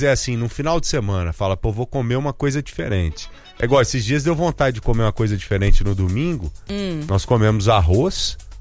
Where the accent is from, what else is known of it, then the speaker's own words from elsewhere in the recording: Pires do Rio, Goiás, Brazil; Ah, de onde você é? Pires do Rio.